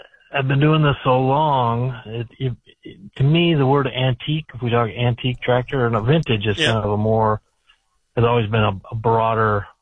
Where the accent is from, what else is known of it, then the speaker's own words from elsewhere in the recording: Benson, United States; I'm here in my hometown of Benson